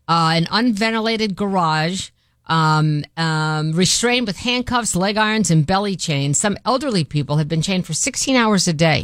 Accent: Baltimore, Maryland, United States; born or raised there; moved away

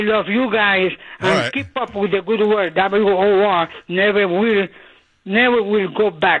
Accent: Puerto Rico; moved away as an adult; now in Manhattan, United States; I am from Puerto Rico.

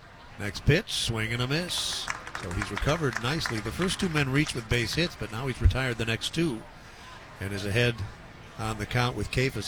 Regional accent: Minneapolis, Minnesota, United States; I grew up in Minneapolis

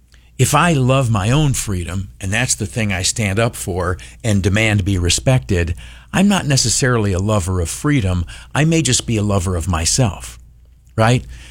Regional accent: United States

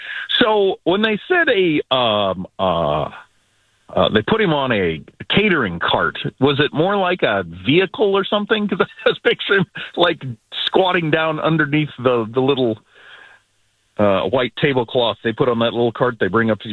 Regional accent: Wisconsin, United States; Part of the everybody being so happy is probably because you grew up in Chicago and I grew up in Wisconsin.

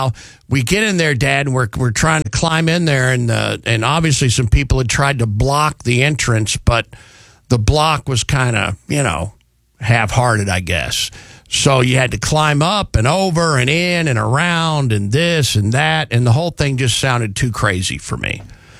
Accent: Dallas, Texas, United States; moved away; when I was a little kid, one of the things that we would do growing up in Texas, I would go to White Rock Lake. White Rock Lake is not a very big lake in the Dallas area

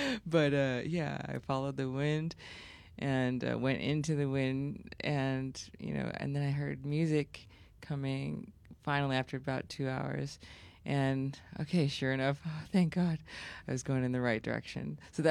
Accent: Texas, United States; I am Taiwanese, but I grew up in Texas.

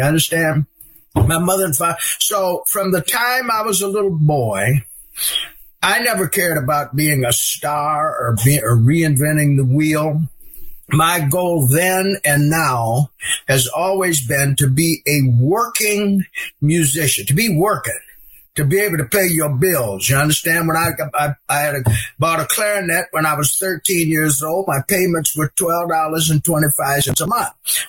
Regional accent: Olean, New York, United States; when they got to my hometown, Olean, New York, he had to go back home for a family emergency, so they needed a local saxophone player, which was my uncle.

